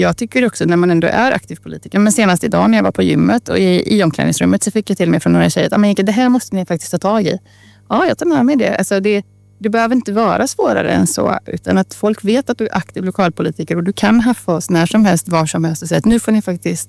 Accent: Trollhättan, Västra Götaland County, Sweden; born or raised there

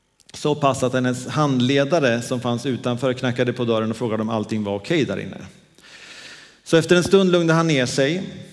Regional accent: Dalarna County, Sweden; Vi var hemma i Dalarna i veckan och jag fick hänga med min brors och min systers barn som är 4 och 3.

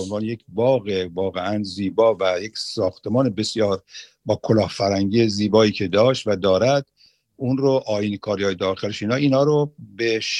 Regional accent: Iran; من به عنوان یک ایرانی قدرشناس شهبانو زادوشون رو به خودشون، به خاندان ایشون و به ملت ایران شاد باش میگم.

